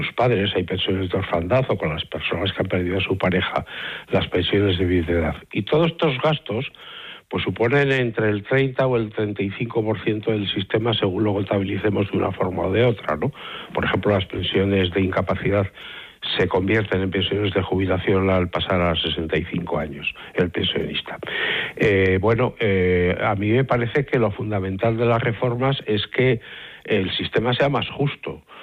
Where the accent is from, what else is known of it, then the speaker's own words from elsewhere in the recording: Burgos, Castile and León, Spain; Yo soy de Burgos, recuerdo aquello que contaban del Cid, de que había ganado una batalla después de muerto.